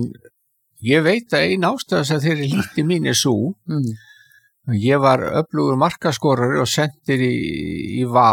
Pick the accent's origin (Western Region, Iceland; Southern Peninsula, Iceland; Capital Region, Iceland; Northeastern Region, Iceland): Capital Region, Iceland; Reykjavík; Ég er alinn upp í Skaftahlíðinni sem er mitt á milli þessa gamla framvallar og valsvallarins undir æsku hlíðinni.